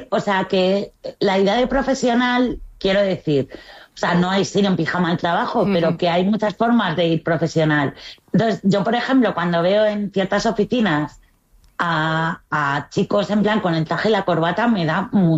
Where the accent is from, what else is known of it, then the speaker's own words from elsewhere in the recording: Spain; yo soy española